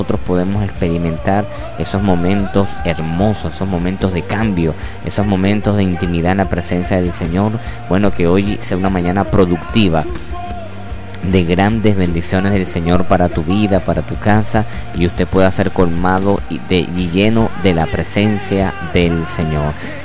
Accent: Venezuela; nuestro hermoso país Venezuela.

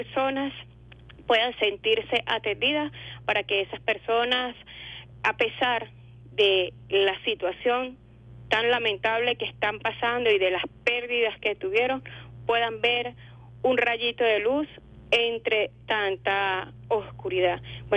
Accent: Venezuela; todos somos venezolanos

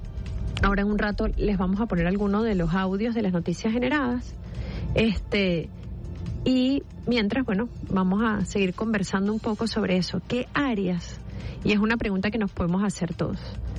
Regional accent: Venezuela; Es parte del llamado que tenemos como venezolanos

